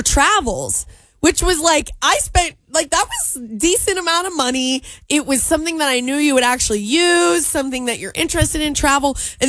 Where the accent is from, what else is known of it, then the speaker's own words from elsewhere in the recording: Cincinnati, Ohio, United States; My hometown is a place called Coleraine. It's in Cincinnati.